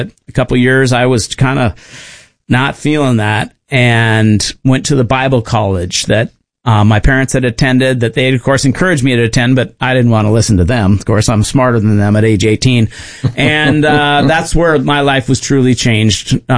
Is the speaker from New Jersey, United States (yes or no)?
no; Harvey, North Dakota, United States; also born or lived in Seattle area; now in Wilsonville, United States; my first memories are growing up in North Dakota. My dad was a pastor, and I remember about 4 years old, I remember moving out from the Seattle area to a little tiny town called Harvey, North Dakota.